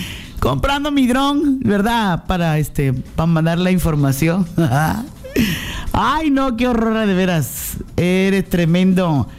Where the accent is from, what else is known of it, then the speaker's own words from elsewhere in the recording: Mexico; todos somos mexicanos y andamos sufriendo